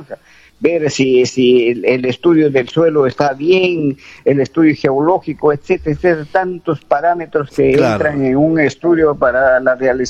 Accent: Peru

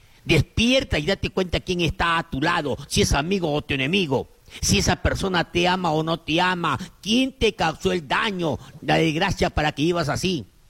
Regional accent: Huancabamba, Piura, Peru; Yo soy huancabambino. Muchas personas me dicen … usted sí es de Huancabamba porque no muestra sus documentos.

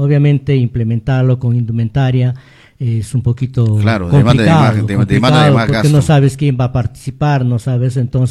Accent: Peru; como peruanos cumplir con nuestro deber cívico

